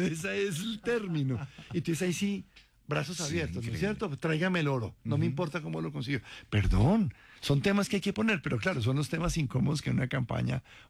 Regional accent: Colombia

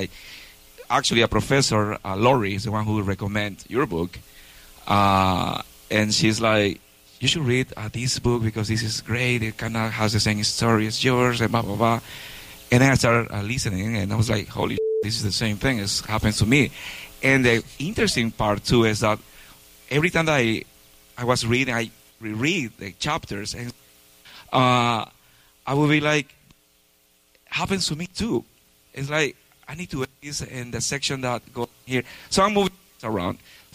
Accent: Ecuador; moved away; because I came here. I'm from Ecuador. I don't know if I said that.

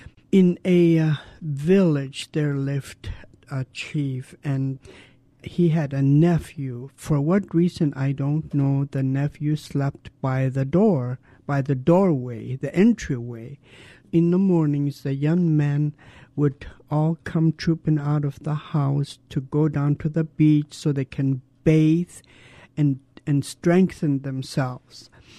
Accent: Douglas, Alaska, United States; I was born and raised in Douglas. I belong to the Raven Moiety. I come from the Whale House in Klukwan, which is a Kanak-Tedi house.

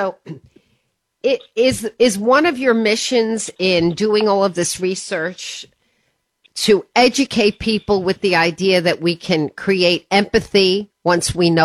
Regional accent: Westport, Connecticut, United States; Well, it's my hometown, Westport.

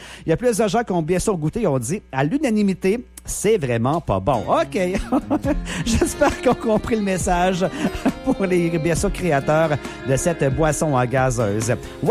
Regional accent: Quebec, Canada; c'est toujours bon en tant que Québécois.

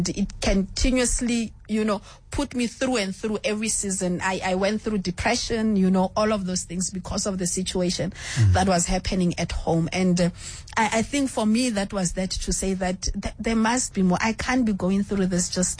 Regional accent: Kimberley, Northern Cape, South Africa; also born or lived in Pampristat; I was born in Pampristat. I was born in Pampristat. And then when my mom died, I went to Kimberley. Then I stayed with my dad and my stepmother.

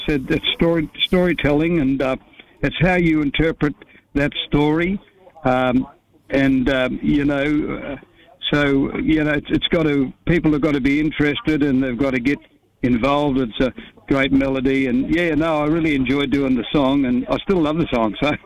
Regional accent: Alice Springs, Northern Territory, Australia; I went to school up there and everything. You know, all my schooling was done in Alice Springs.

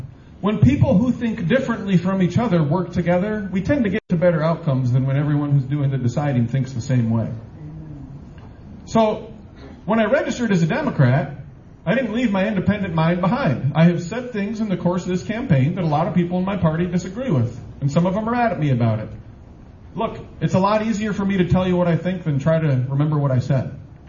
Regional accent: Decorah, Iowa, United States; When I was growing up in Decorah, four important parts of my upbringing, going to church, hunting, fishing, and my first job, which taught me a lot, catching chickens.

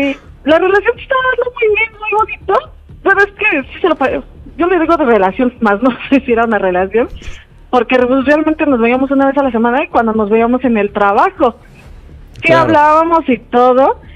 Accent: Mexico City, Mexico; Tengo 35 y soy de aquí, del CDMX.

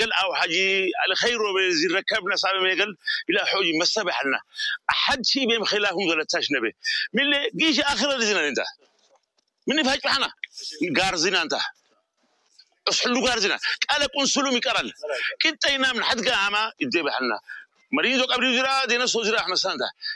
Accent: Morocco; مرحبا انا مغربي

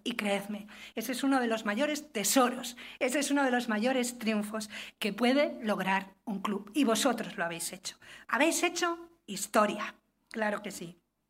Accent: Cantabria, Spain; Sin complejos, con mucha humildad, como somos nosotros los cántabros, pero sin complejos

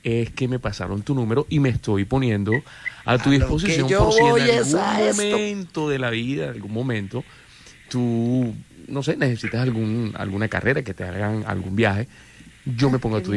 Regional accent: Barranquilla, Atlántico, Colombia; Yo soy de aquí de Barranquilla.

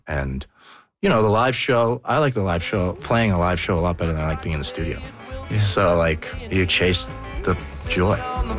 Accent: Toronto, Ontario, Canada; I grew up in Toronto downtown. I took the subway a lot, and when I was younger especially, took the subway to high school every day and stuff like that.

